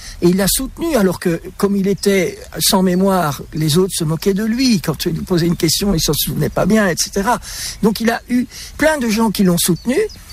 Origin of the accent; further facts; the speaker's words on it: Belgium; On est resté en Belgique, puisque je suis belge.